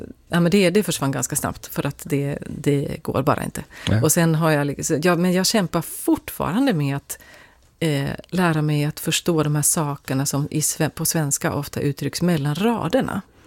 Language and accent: Swedish; South Ostrobothnia, Finland; moved away; gick på kommunala musikskolan i södra Österbotten, där jag kommer ifrån.